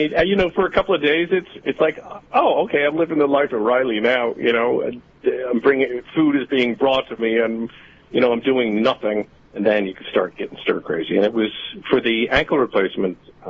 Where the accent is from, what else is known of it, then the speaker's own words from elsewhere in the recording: Dublin, Leinster, Ireland; born there; also born or lived in New York City, United States; I was born in Dublin. As a child, we were in Inwood for a few years and then went back to Dublin.